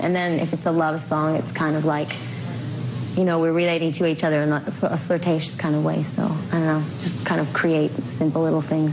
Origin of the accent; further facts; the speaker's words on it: Detroit, Michigan, United States; I'm from Detroit and I'm 21.